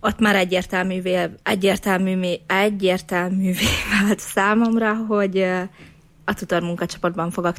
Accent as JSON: {"language": "Hungarian", "region": "Borsod-Abaúj-Zemplén", "country": "Hungary", "tie": "born or raised there", "moved": "yes", "said": "Hát én egy cigánysoron nőttem fel Ózd mellett"}